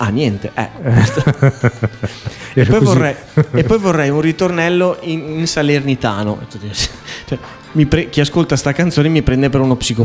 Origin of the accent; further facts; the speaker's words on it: Ferrara, Emilia-Romagna, Italy; io sono cresciuto a Ferrara.